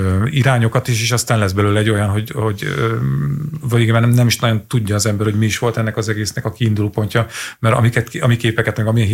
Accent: Hungary

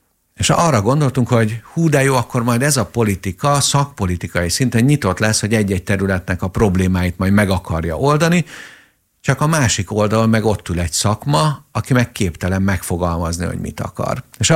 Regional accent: Hungary; magyarok vagyunk

